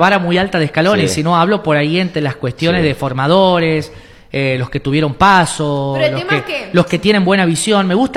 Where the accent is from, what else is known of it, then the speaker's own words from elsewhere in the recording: Argentina; porque somos argentinos.